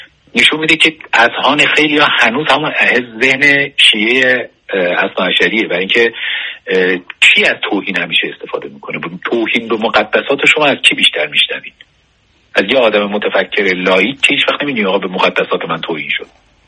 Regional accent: Iran; ما اکثریت مردم ایران بودیم.

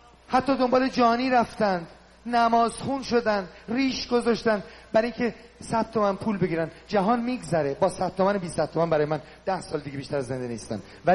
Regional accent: Iran; moved away

